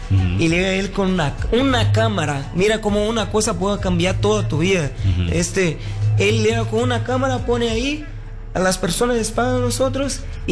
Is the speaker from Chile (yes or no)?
no; Brazil; Spanish is a second language; yo como brasileño